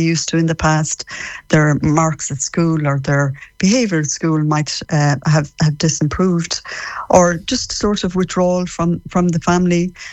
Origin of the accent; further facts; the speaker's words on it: Shamwala, County Mayo, Ireland; Yeah, I'm from just outside Tourine, a little village called Shamwala